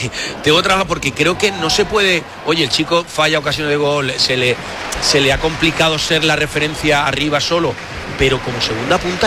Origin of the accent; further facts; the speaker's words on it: Talarrubias, Extremadura, Spain; que en mi pueblo, en Talarrubias, estamos ya de fiestas.